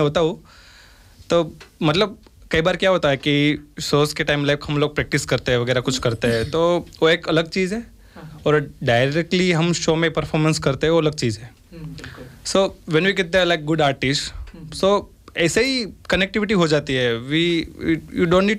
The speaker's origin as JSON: {"language": "Hindi", "region": "Gujarat", "country": "India", "said": "वैसे देखा जाए तो आई एम गुजू लाइक मैं जहाँ से बिलोंग करता हूँ वहाँ से लाइक म्यूजिशंस कोई नहीं सुनने वाला ज़्यादा है"}